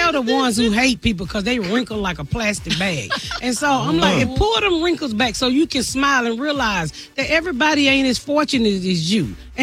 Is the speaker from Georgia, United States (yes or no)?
yes; Atlanta, Georgia, United States; I ask myself all the time, how even people know that when I'm from Atlanta, people know when I sold drugs